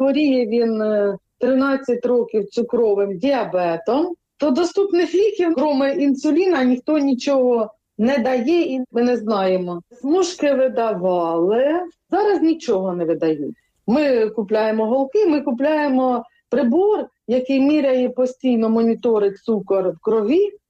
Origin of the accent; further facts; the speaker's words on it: Krasnokutsk, Kharkiv Oblast, Ukraine; Я із Красникутської громади, Богодухівський район.